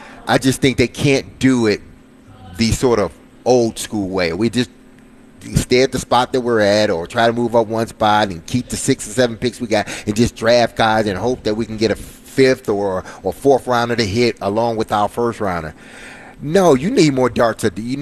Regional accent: Detroit, Michigan, United States; I grew up in Detroit.

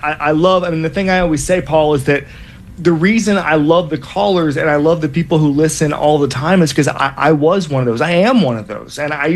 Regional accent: the South, United States; And that's because I'm from the South, and my family are huge college football fans

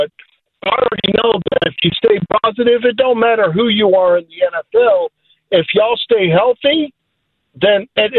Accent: Buffalo, New York, United States; born there; Hey, I was born in Buffalo, you know, Buffalo Bills to the heart, so we love you.

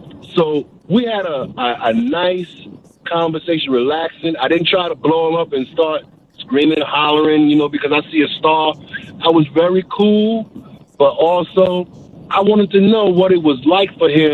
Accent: New York, United States; I'm also happy that my New York Knicks, because I am a New Yorker, have provided a safe space against all the haters like Harry Douglas.

